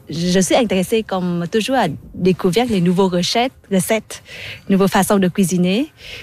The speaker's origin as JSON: {"language": "French", "country": "Vietnam", "second_language": "French", "said": "Je viens de Vietnam."}